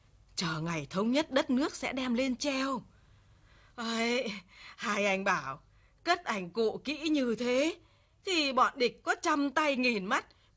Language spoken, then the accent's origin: Vietnamese; Northern Vietnam, Vietnam; now in Southern Vietnam; Chúng tôi là dân Bắc, sống ở trong Nam, nhưng bao giờ cũng hướng về quê hương, về cội nguồn.